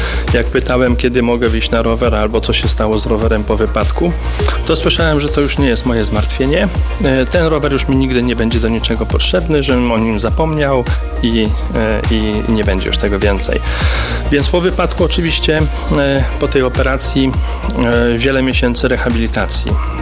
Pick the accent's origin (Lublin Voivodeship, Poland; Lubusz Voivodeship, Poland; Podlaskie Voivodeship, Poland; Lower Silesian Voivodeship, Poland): Lower Silesian Voivodeship, Poland; Jelenia Góra; W Kamiennej Górze zadano mi pytanie, czemu nie Jelenia Góra, skoro jestem z Jeleniej Góry.